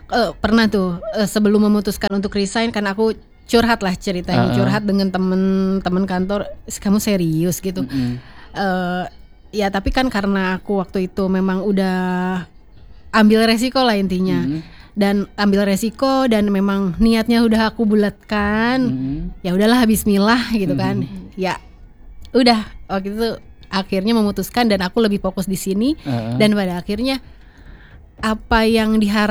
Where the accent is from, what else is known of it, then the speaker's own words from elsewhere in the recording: Rorotan, Jakarta, Indonesia; Aku asli dari Rorotan.